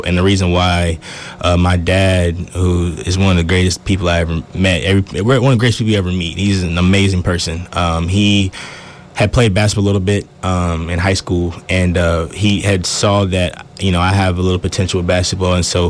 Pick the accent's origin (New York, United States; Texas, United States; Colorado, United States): Texas, United States; now in Alaska, United States; I did. I've been born and raised in Texas. Texas my whole life.